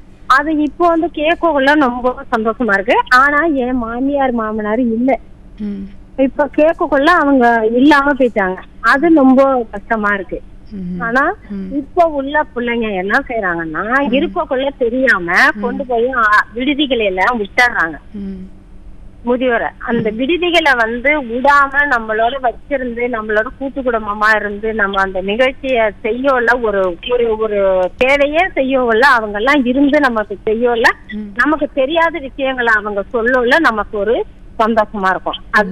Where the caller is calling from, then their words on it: Karaikal, Puducherry, India; Karaikal madam.